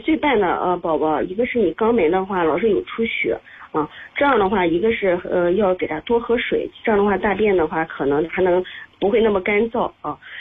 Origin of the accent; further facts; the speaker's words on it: Xuzhou, Jiangsu, China; 在我们徐州人里面